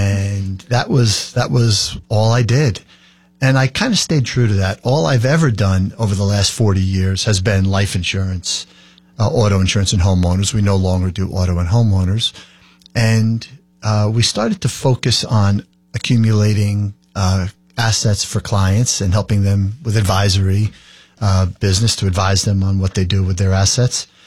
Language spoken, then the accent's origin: English; Edison, New Jersey, United States; also born or lived in New Brunswick, New Jersey; I was born in New Jersey, in Edison, New Jersey, named after Thomas Alva Edison, the inventor of the light bulb, so some people think. I lived there for all of my years up to college